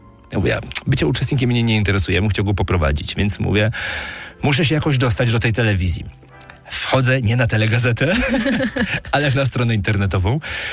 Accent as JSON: {"language": "Polish", "town": "Zielona Góra", "region": "Lubusz Voivodeship", "country": "Poland", "tie": "born or raised there", "moved": "as an adult", "lives_now": "Warsaw, Poland", "said": "ja jestem z Zielonej Góry"}